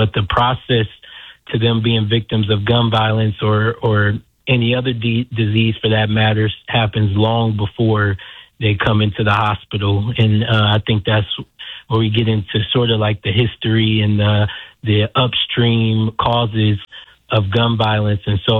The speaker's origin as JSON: {"language": "English", "town": "South Bend", "region": "Indiana", "country": "United States", "moved": "as an adult", "lives_now": "Chicago, United States", "said": "I'm from South Bend, Indiana, originally"}